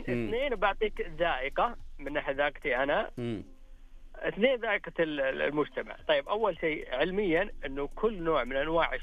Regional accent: Saudi Arabia; عندنا في السعودية

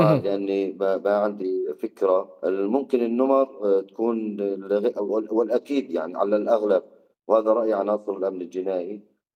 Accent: Raqqa, Raqqa Governorate, Syria; أنا تعاطف أهل الرقة ومدينتي وأهل سوريا كاملة

